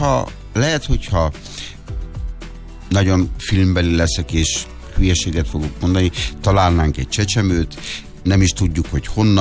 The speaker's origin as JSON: {"language": "Hungarian", "town": "Sárospatak", "region": "Borsod-Abaúj-Zemplén", "country": "Hungary", "said": "ahonnan én származom, Sárospatakról"}